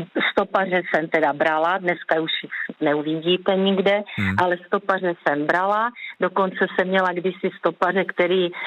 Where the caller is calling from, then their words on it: South Moravian Region, Czechia; Jsem z Jižní Moravy od Hodonína z Podluží.